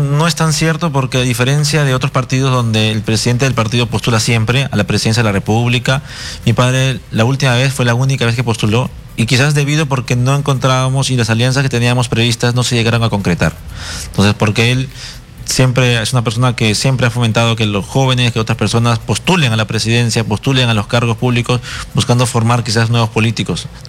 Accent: Lima, Peru; Mi mamá llegó de Ayacucho, somos de ahí, yo he nacido y he crecido ahí hasta casi los 20 años antes de salir a estudiar al extranjero.

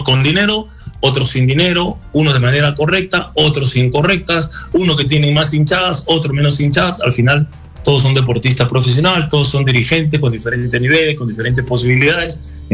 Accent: Peru

